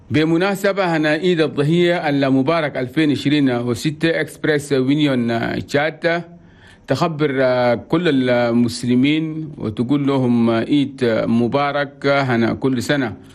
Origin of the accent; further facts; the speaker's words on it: Chad; احنا بلدنا تشاد بلد توماي